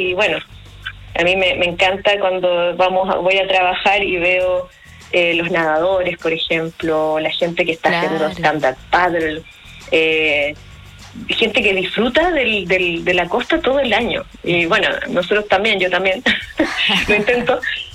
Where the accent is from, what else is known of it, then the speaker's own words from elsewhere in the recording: Valparaíso, Chile; Y nosotros, como los porteños, nos íbamos a vacacionar a otros lados.